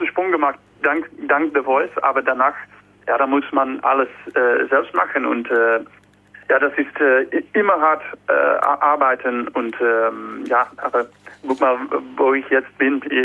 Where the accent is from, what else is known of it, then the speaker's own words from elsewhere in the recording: Netherlands; German is a second language; Und ich bin ein Holländer